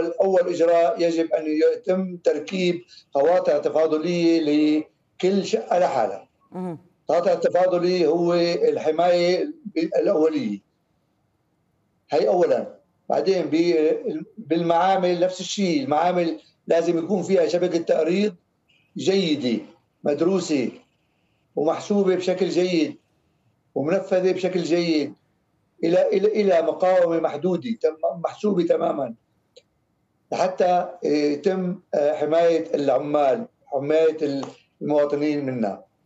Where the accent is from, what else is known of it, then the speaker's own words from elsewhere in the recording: Syria; أحداث الصعق متعددة وكثيرة عندنا بسوريا،